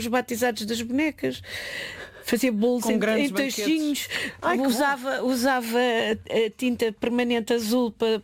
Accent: Caldas da Rainha, Centro, Portugal; Cresci nas Caldas da Rainha, no Museu José Malhor.

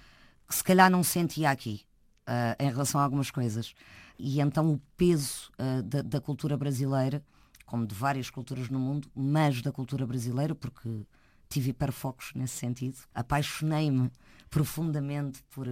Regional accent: Portugal; É em Portugal que nasce qualquer disco que eu faça, certo, porque a música que eu possa fazer nasce sempre na sua essência do sítio de onde eu vim.

